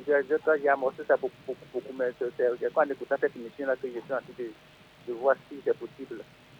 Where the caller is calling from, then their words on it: Yamoussoukro, Côte d’Ivoire; C'est de Yamoussoukro.